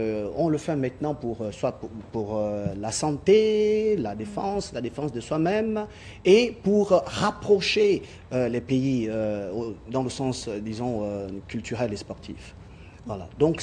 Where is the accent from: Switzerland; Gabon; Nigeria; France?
Gabon; now in China; à mon pays natal, au Gabon.